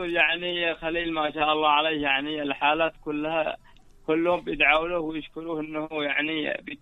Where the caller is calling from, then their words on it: Arhab, Sanaa, Yemen; أنا من الثلث